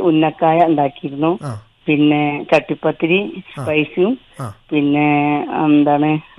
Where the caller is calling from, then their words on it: Malappuram, Kerala, India; Malappuram.